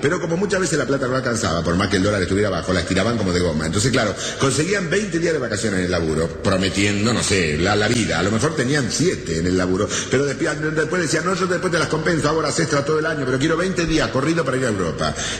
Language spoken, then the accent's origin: Spanish; Argentina; lo vivo que son los tanos para explotar el turismo y lo boludo que somos los argentinos.